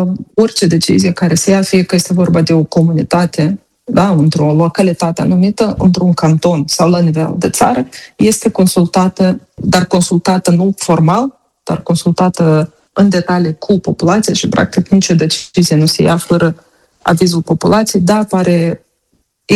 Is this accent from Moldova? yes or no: yes; Moldova; now in Geneva, Switzerland